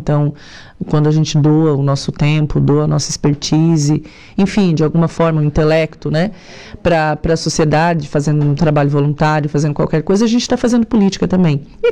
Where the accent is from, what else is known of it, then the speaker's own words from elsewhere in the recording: Criciúma, Santa Catarina, Brazil; eu tenho 39 anos, sou microempreendedora da área de eventos. E desde muito nova, eu sou natural de Criciúma, né? Mas a família reside hoje no município de Sara, no bairro da Esplanada